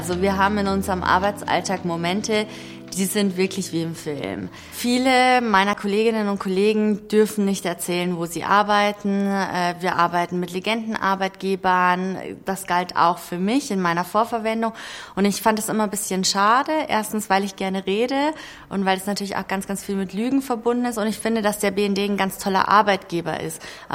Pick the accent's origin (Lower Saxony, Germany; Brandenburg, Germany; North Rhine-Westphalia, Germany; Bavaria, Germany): Bavaria, Germany; moved away as an adult; now in Berlin, Germany; Ich bin nämlich aus Bayern